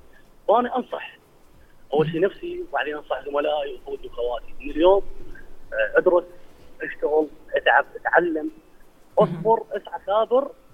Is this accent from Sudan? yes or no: no; Iraq; احنا عراقيين